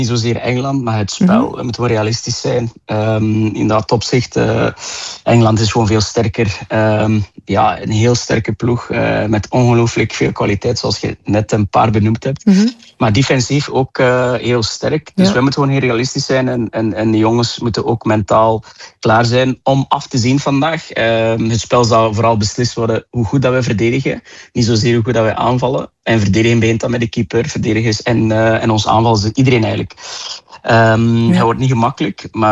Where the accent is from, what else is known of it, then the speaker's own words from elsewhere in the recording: Ghent, East Flanders, Belgium; now in Oosterzele, Belgium; Klopt, ik ben momenteel woonachtig in Oosterzeele, opgegroeid in Gent.